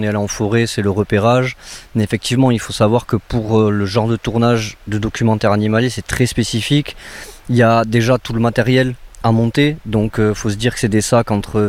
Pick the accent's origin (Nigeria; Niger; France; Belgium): France; Pyrenees; Nous, on est des Pyrénées. On a des gens qui connaissent.